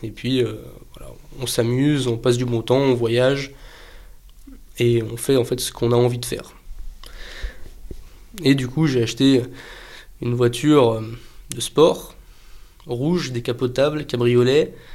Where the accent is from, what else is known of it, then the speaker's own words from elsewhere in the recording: France; now in Gibraltar; Ça ne me dérange pas encore pour le moment de payer des impôts en France, parce que je suis français, c'est normal.